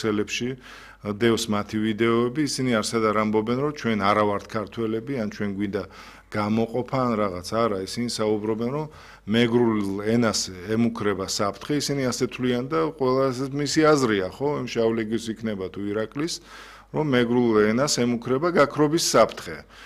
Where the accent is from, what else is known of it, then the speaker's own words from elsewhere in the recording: Zugdidi, Samegrelo-Zemo Svaneti, Georgia; მე როგორც ზუგდიდელი